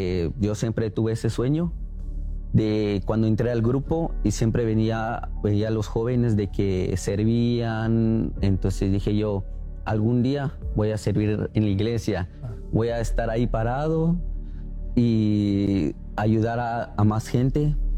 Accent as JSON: {"language": "Spanish", "country": "Guatemala", "moved": "as an adult", "lives_now": "United States", "said": "Soy de Guatemala y actualmente pues tengo 21 años de edad."}